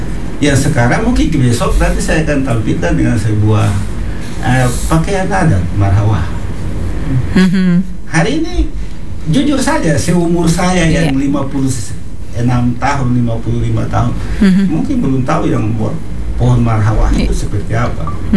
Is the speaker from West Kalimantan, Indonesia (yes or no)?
no; Fakfak, West Papua, Indonesia; kita di Fakfak ini